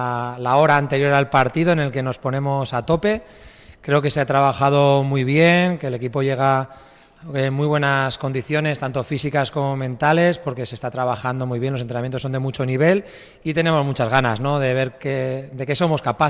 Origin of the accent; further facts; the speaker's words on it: Logroño, La Rioja, Spain; Yo soy muy riojano, muy logroñés